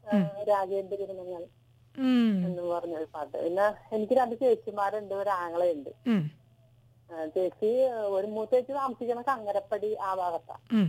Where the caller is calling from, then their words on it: Kochi, Kerala, India; വീട് കാക്കനാട.